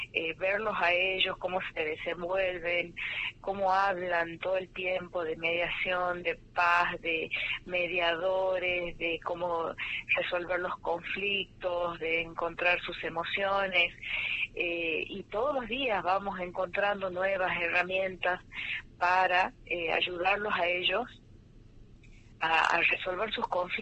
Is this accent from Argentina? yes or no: yes; Monteros, Tucumán, Argentina; moved away as an adult; now in Tafí del Valle, Argentina; Soy de Monteros, pero hace 20 años que estoy trabajando en la zona de Tafí del Valle.